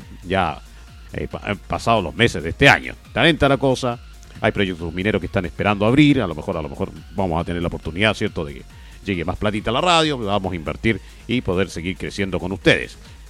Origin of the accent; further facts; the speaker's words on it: Huasco, Atacama, Chile; Porque yo nací en Guasco, muy viejo, y soy de Guasco, no llegué de afuera a poner una radio. Soy de acá.